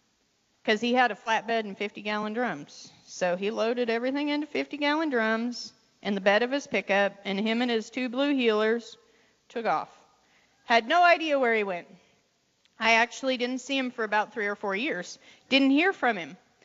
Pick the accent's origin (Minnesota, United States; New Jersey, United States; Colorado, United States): Colorado, United States; my folks divorced when I was 4, and we had a property there. I grew up in Colorado. We had 40 acres, this gorgeous house that my dad built.